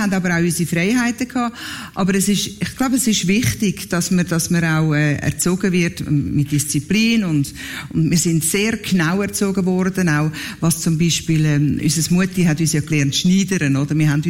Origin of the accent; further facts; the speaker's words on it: Schwyz, Switzerland; wir sind wohlbehütet die Schweiz am Hauptplatz aufgewachsen. Das war vis-à-vis das Rathaus gewesen. Wir im Patrizierhaus, gerade vis-à-vis.